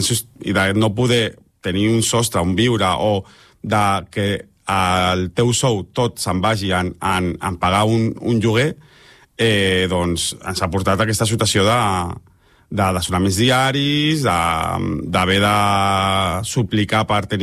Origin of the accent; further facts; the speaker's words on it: Barcelona, Catalonia, Spain; Jo, per exemple, soc barceloní, però m'ha hagut de sortir de la meva ciutat